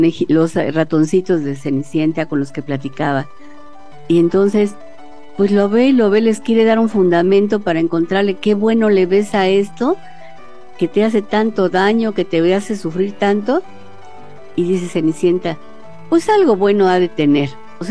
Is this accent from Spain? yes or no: no; Mexico; somos mexicanos